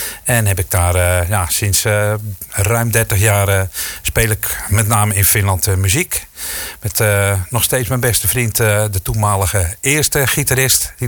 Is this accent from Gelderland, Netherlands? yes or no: no; Goes, Zeeland, Netherlands; also born or lived in Spain; En later, ik kom uit Zeeland, uit Goes. En dat is de bakermat van de Rhythm and Blues.